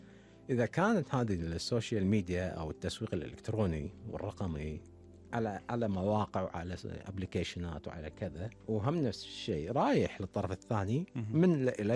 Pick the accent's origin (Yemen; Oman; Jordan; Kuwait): Kuwait; عندنا بالكويت